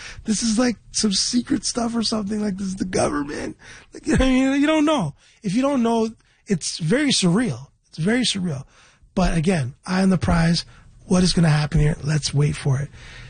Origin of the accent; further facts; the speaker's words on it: Scarborough, Ontario, Canada; I'm from Scarborough. I'm a rapper.